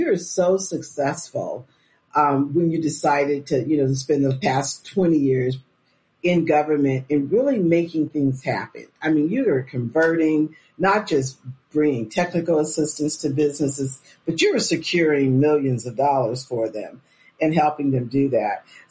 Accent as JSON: {"language": "English", "region": "California", "country": "United States", "said": "I'm from California."}